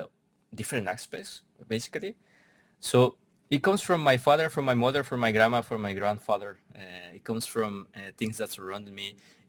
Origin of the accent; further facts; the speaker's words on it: Ixtepec, Oaxaca, Mexico; now in Brussels, Belgium; I'm from Oaxaca, and I'm from a special region that is called the Isthmus of Tehuantepec. It's the belt of Mexico, basically. It's the smallest region between the Gulf of Mexico and the Pacific Ocean.